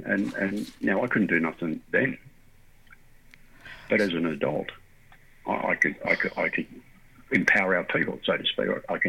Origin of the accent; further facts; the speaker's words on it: Sydney, New South Wales, Australia; born there; also born or lived in Moree, New South Wales; I'm from Moree and I'm out at Miller Green Valley growing up and I could go to Liverpool Olympic swimming pool in 1965 and I'm 9 years of age.